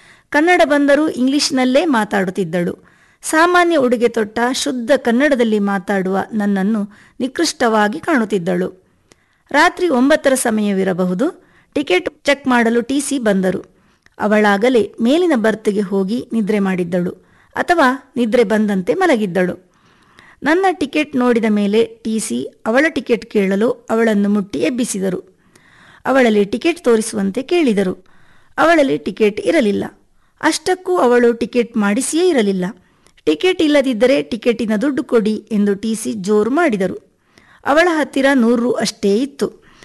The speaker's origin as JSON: {"language": "Kannada", "region": "Karnataka", "country": "India", "tie": "born or raised there", "said": "ಊರೂರು ನಾನು ರೈಲಲ್ಲಿ ಸುತ್ತಿದರೂ ನನ್ನೂರಾದ ಕೊಡಗಿನಲ್ಲಿ ಸುತ್ತಲಿಲ್ಲ. ಕಾರಣ, ಇಲ್ಲಿ ರೈಲು ಮಾರ್ಗವೇ ಇಲ್ಲ."}